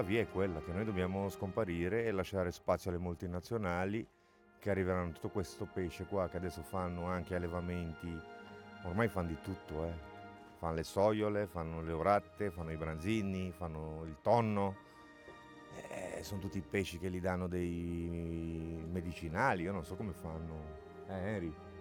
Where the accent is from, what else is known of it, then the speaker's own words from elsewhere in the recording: Romania; Italian is a second language; Cioè, io parlo io che sono rumeno.